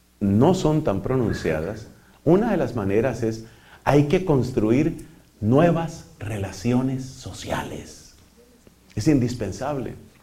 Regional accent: Colombia; En mi país, para vergüenza de Colombia, y esto sucede en otros sitios

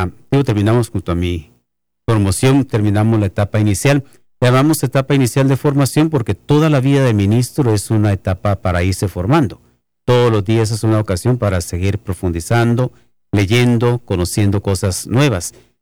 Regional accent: Guatemala; en mi país, en Guatemala.

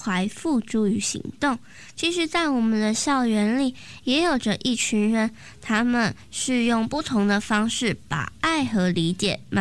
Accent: Hualien County, Taiwan; 却又像是我是花莲人，培宇是台南人。

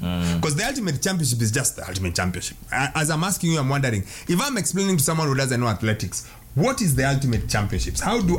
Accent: Kenya; I am completely Kenyan

